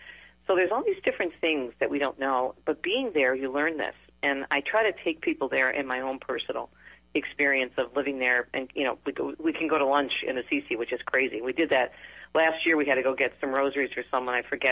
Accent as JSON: {"language": "English", "town": "Detroit", "region": "Michigan", "country": "United States", "tie": "born or raised there"}